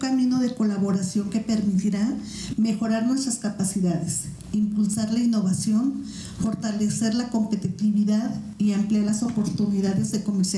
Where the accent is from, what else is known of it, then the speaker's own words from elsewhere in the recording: Mexico; lo que somos los mexicanos.